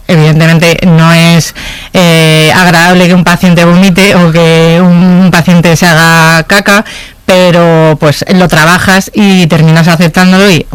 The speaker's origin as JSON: {"language": "Spanish", "town": "Madrid", "region": "Community of Madrid", "country": "Spain", "said": "Perfecto. Y porque soy de Madrid."}